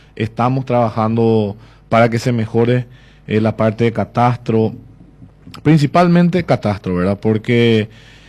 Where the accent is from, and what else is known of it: Paraguay